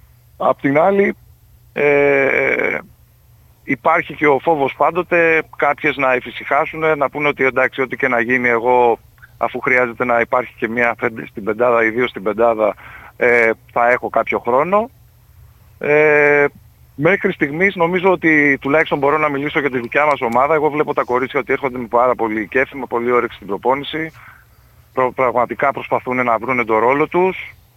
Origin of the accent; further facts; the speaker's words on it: Greece; σαν Έλληνας προπονητής που έχει υπάρξει και πρώτος και βοηθός και στο μπάσκετ των γυναικών στην Ελλάδα.